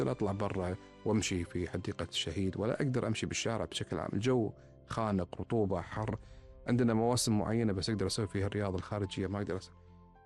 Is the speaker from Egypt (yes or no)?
no; Kuwait; قلت له من الكويت.